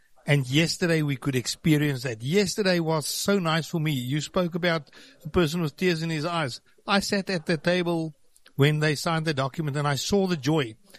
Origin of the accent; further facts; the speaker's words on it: Limpopo, South Africa; I must just first say that I grew up in Sanin, so places like Giyani and Hoedspruit are very close to my heart